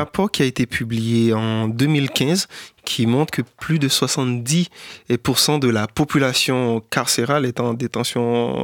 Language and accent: French; Haiti; moved away; Au fait, en 2019, avant de quitter Haïti, parce que j'ai quitté Haïti en juin 2019, j'avais déjà commencé à travailler sur en fait, la condition de détention des mineurs dans les prisons en Haïti